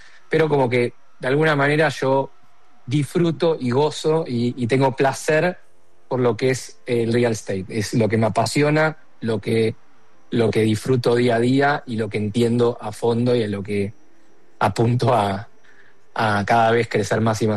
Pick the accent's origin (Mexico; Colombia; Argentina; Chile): Argentina; Como bien decís, yo soy argentino.